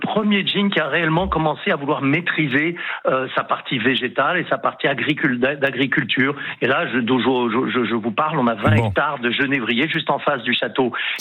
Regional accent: France; en tant que Français

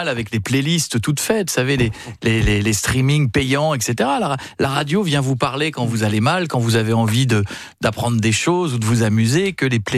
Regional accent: Hauts-de-France, France; born there; Je suis né dans l'Aisne.

